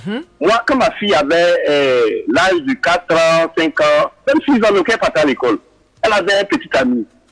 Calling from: Abidjan, Côte d’Ivoire; je suis même à Cocody.

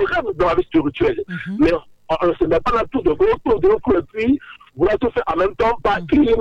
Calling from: Abidjan, Côte d’Ivoire; Yopougon.

